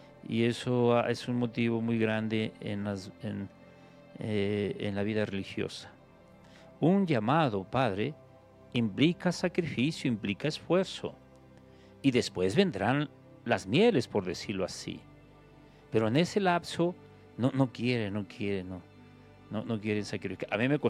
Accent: Zacatecas, Mexico; moved away; Y también cuando salí de México, de Zacatecas a México al seminario, sin conocer nada, padre, yo me fui sin conocer nada.

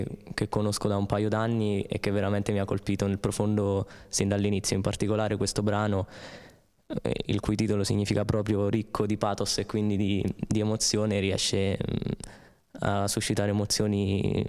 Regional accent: Milan, Lombardy, Italy; born there; also born or lived in Ancona; now in Recanati, Italy; io sono nato a Milano nel 1998 e da 10 anni ormai vivo nelle Marche, prima sono vissuto ad Ancona e poi a Recanati.

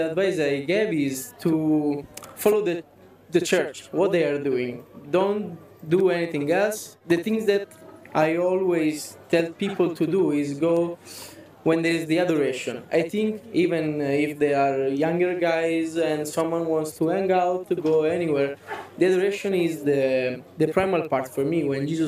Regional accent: Italy; I'm from Italy.

